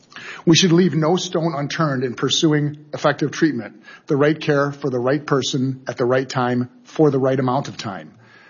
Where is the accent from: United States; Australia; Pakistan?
United States; Wisconsin; Senator Baldwin from my home state of Wisconsin